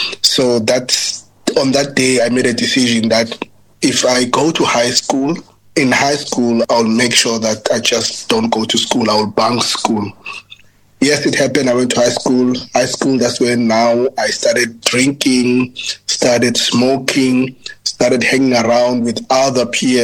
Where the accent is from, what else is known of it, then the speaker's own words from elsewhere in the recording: Ilitha Park, Eastern Cape, South Africa; I grew up in a township in South Africa, in a township called Ilita Park. That's where I grew up. I was raised by both my parents, my mother and father.